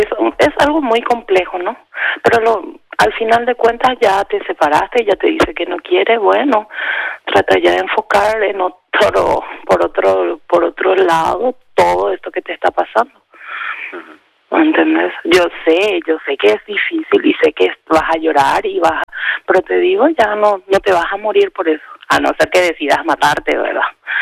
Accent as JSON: {"language": "Spanish", "country": "Paraguay", "said": "Soy de Paraguay."}